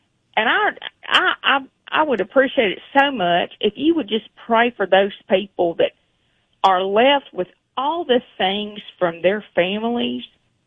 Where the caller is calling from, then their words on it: Alabama, United States; I'm from Alabama.